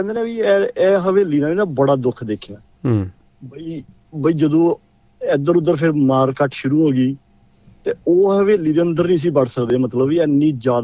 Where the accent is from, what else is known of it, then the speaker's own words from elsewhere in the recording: Haryana, India; now in Sydney, Australia; ਅਸੀਂ ਵੀ ਪਿੱਛੋਂ ਪਾਕਿਸਤਾਨ ਤੋਂ ਮੂਵ ਹੋਏ ਸੀਗੇ, ਅੰਬਾਲਾ ਯਮੁਨਾਨਗਰ ਦੇ ਵਿੱਚ ਸਾਡਾ ਪਿੰਡ ਉੱਧਰ ਪੈਂਦਾ ਜੀ।